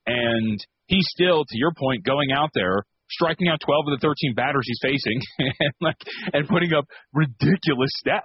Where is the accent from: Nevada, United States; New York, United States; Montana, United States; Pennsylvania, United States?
Nevada, United States; Las Vegas; growing up in Vegas, there's not that many trees